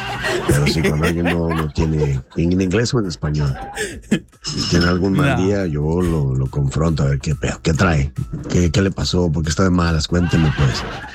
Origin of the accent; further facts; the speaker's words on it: Mexico; now in United States; Somos mexicanos, somos hispanos.